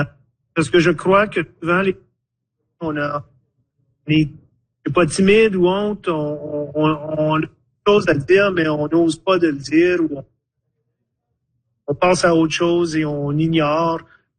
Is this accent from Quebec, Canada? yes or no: no; Ontario, Canada; Donc, en grandissant dans le Nord, mon père était camionneur. On passait souvent par le monument de Resource Siding qui est tout près là, entre Hearst.